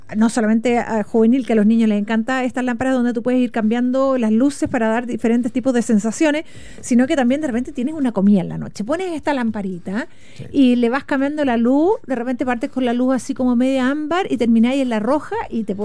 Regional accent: Chile

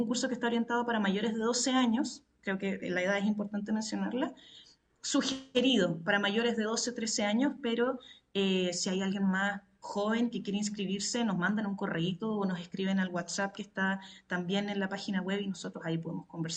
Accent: Chile; somos un país que está dando mucho que hablar en astronomía

